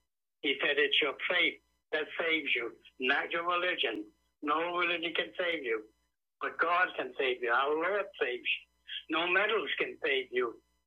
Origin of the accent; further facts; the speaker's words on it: New York, United States; And I'm originally from New York.